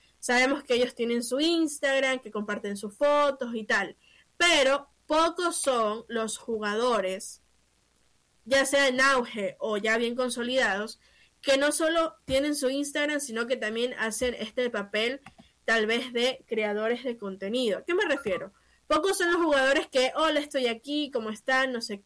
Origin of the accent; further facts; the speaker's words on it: Ecuador; para nosotros como ecuatorianos.